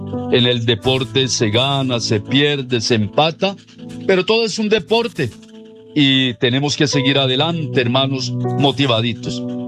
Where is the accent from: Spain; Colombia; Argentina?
Colombia; Somos colombianos, somos hermanos.